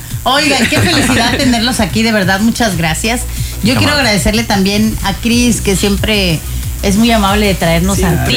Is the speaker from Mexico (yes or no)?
yes; Mexico; Así es, y además somos mexicanos